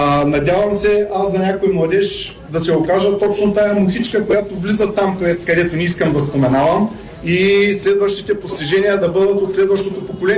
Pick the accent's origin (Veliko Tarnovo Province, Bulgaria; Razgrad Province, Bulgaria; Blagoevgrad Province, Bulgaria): Razgrad Province, Bulgaria; Razgrad; born there; also born or lived in Russia; now in Varna, Bulgaria; Да, аз съм българин, хора. Нали? Роден съм в Разград, защото в Кубате нямало родилно отделение 67-ма година. След това съм живял в Русия до 86-та.